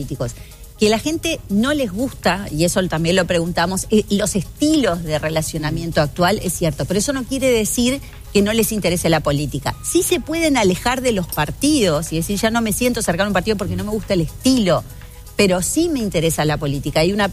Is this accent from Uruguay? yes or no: yes; Uruguay